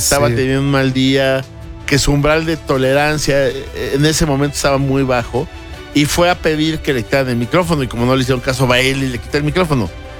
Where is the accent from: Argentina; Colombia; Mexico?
Mexico; Mi autoestima como mexicano, sí.